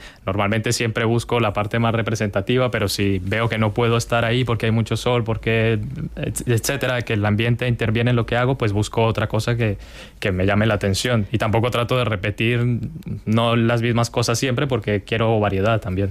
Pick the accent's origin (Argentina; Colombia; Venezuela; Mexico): Colombia; now in Spain; soy de Colombia, yo allí no pintaba